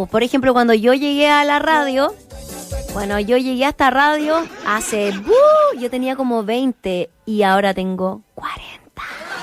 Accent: Araucanía, Chile; Yo soy de la Araucanía.

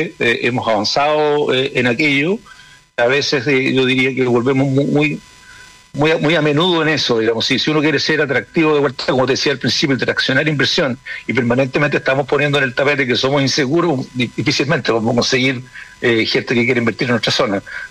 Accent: Chile; porque uno se imagina siempre que como chilenos vamos a hacer cosas medias mal terminadas.

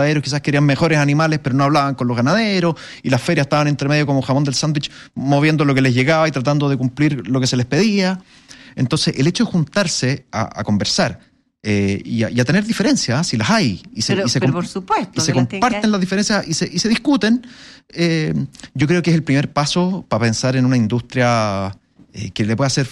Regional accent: Chile

